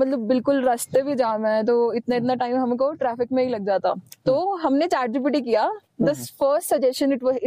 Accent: Haryana, India; हरियाणा से हूँ।

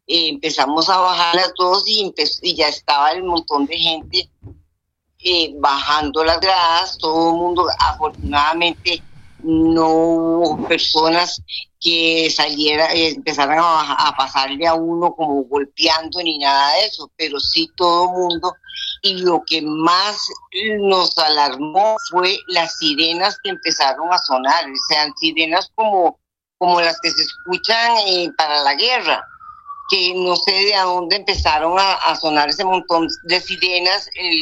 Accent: San José, Costa Rica; now in Medellín, Colombia; Pues ya yo he pasado la experiencia de terremotos porque yo soy de Costa Rica. Yo estoy viviendo ahora en Medellín, pero yo soy de Costa Rica, de San José.

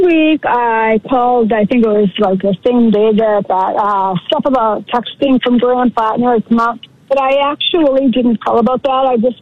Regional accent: Massachusetts, United States; And I growing up in Massachusetts, I've been to Maine a lot

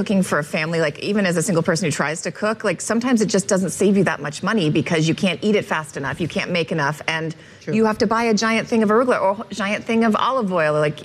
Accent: Colorado, United States; Because my home state likes to eat things outside, right.

